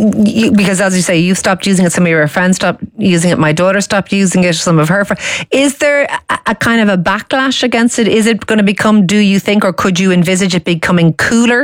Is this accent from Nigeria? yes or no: no; Ireland